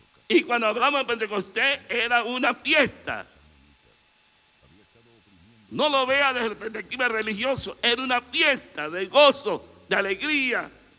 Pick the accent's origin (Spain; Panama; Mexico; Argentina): Panama; Progreso, Chiriquí; now in Boquete, Panama; yo vengo de Progreso, donde cada año se celebra la fiesta del arroz. ¿Por qué? Porque Progreso produce arroz.